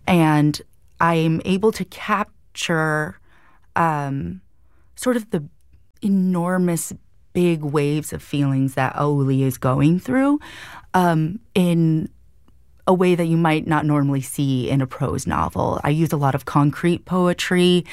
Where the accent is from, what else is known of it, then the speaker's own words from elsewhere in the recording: Hawaii, United States; what's so powerful about being Native Hawaiian is the community aspect of it and feeling seen and known by other Native Hawaiians around me.